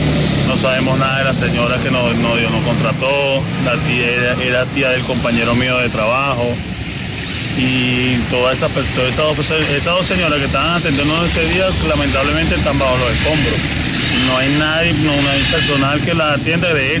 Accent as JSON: {"language": "Spanish", "country": "Venezuela", "said": "porque humanamente como venezolanos estamos para eso, para apoyarnos."}